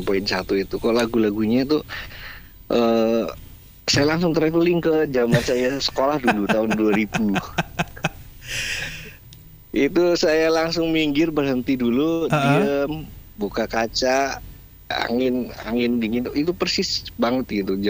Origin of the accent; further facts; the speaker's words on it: Bogor, West Java, Indonesia; moved away as an adult; now in Kediri, Indonesia; saya itu kan aslinya dari Bogor, Mas. Jadi di Kediri itu baru 4 tahun.